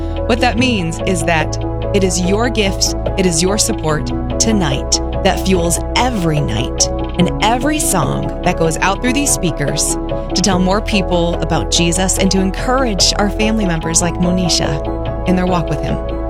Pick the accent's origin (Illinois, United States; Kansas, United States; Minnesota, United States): Kansas, United States; Wichita; Listen, I'm from Wichita.